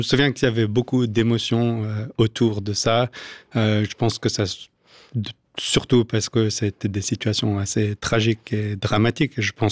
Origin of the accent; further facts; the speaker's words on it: England, United Kingdom; Je pense que j'ai grandi en Angleterre, donc c'est quand je rentre au UK, je suis à la maison. Donc c'est là où j'ai passé mon enfance.